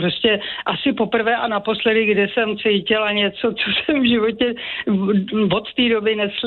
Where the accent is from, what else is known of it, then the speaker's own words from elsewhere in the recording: Prague, Czechia; Byla jsem v Praze, protože jsem rodilej Pražák